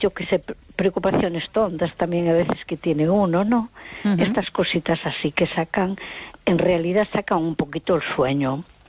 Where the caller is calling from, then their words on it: A Coruña, Galicia, Spain; de Coruña.